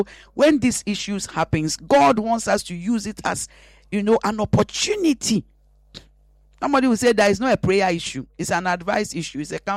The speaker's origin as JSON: {"language": "English", "country": "Ghana", "said": "I am sad as a mother. I am sad as a prophet. I am sad as a Ghanaian."}